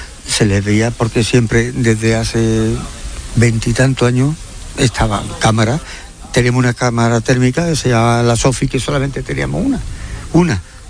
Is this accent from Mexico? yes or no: no; Spain; Nosotros, los melillenses y los ceutíes